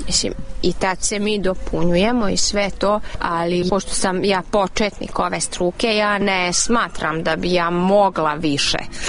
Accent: Vojvodina, Serbia; first language Hungarian; Serbian is a second language; now in Hungary; Ja sam Mađarica iz Vojvodine. Moj materni jezik je mađarski, ali govorim srpski jezik kao i tamo kod nas jezik sredine.

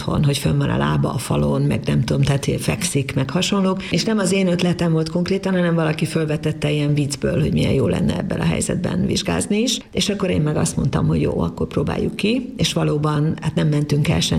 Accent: Debrecen, Hajdú-Bihar, Hungary; hát én debreceni vagyok

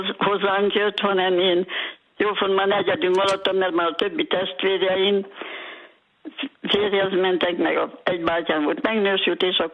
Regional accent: Szabolcs-Szatmár-Bereg, Hungary; now in Zala County, Hungary; én ahol születtem Szabolcs megyében, az utcánkhoz közel volt a templom.

